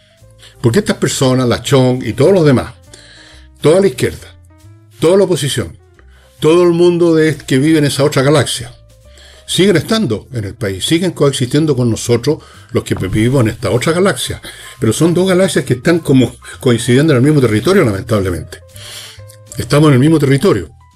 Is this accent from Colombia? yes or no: no; Chile